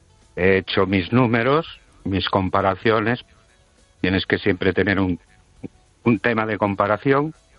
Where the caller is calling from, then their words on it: Ourense, Galicia, Spain; de Orense.